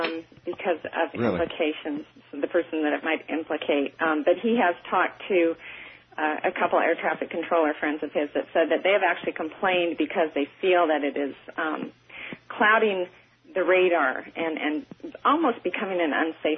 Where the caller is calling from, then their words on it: Gig Harbor, Washington, United States; I live in the Pacific Northwest, Gig Harbor, Washington. … from the vantage that our home sits on, high in a bluff